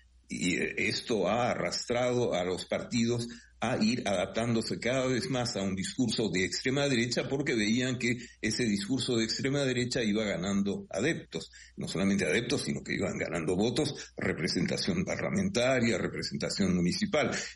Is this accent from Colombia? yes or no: no; United Kingdom; para mí, que soy británico